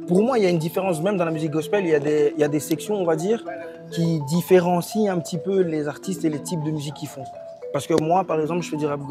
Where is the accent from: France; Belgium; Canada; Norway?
Belgium; Brussels-Capital Region; ici en Belgique. J'ai grandi en Belgique et je suis né ici.